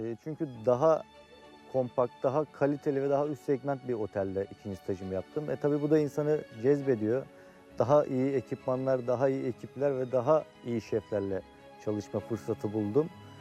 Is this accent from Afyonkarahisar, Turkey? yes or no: no; Mengen, Bolu, Turkey; moved away as an adult; now in Bodrum, Turkey; ben tabii Mengen'den ayrılmak durumunda kaldım. Ve şu an Bodrum'da yaşıyorum. Çocukluğum Mengen'de geçti. Gerçekten sokaklarda bir çocukluk geçirdim.